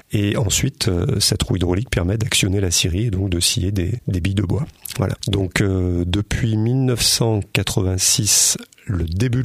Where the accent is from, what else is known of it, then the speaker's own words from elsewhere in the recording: Bellecombe, Auvergne-Rhône-Alpes, France; je suis de Bellecombe